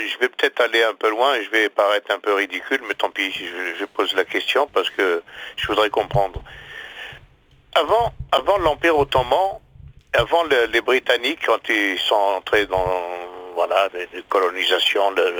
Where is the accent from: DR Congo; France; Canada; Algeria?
Algeria; en Algérie, qui est mon pays d'origine